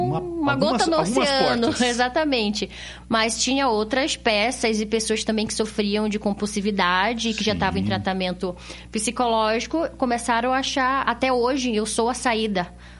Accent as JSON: {"language": "Portuguese", "town": "Belém", "region": "Pará", "country": "Brazil", "moved": "yes", "lives_now": "Curitiba, Brazil", "said": "Eu sou de Belém do Pará."}